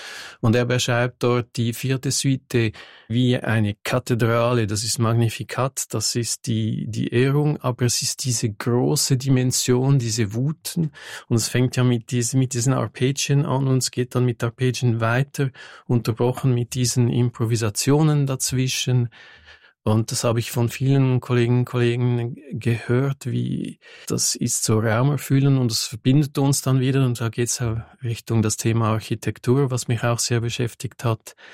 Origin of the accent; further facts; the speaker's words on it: Lausanne, Vaud, Switzerland; first language French; German is a second language; moved away; Ich bin aus Lausanne, ich bin französisch aufgewachsen, das ist meine Fremdsprache hier.